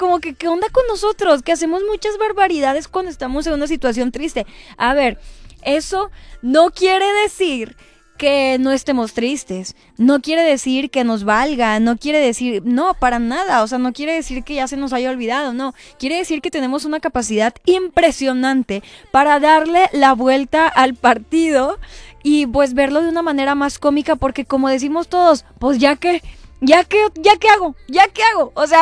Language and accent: Spanish; Mexico